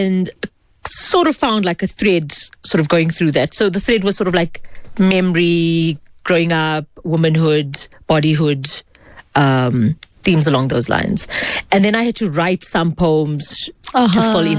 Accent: South Africa; The common theme just maybe being a woman, a Muslim woman, Muslim Indian woman growing up in South Africa, yes.

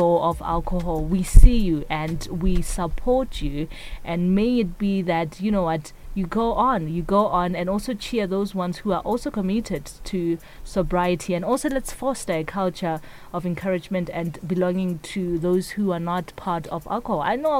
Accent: South Africa; You know how we are as South Africans

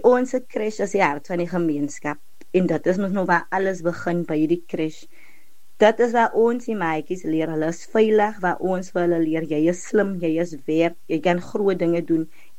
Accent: Herbertsdale, Western Cape, South Africa; van Hubbard Style. Ek is nou nie gebore daar nie, maar ek is wel getoe in Hubbard Style. Vir die luisteraars wat nie weet waar Hubbard Style is, dit is 'n klein warm dorpie, so 50 km van Mosselbaai af.

